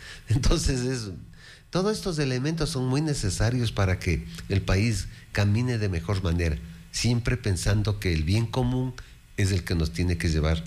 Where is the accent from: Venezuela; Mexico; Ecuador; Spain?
Ecuador; Todos somos del Ecuador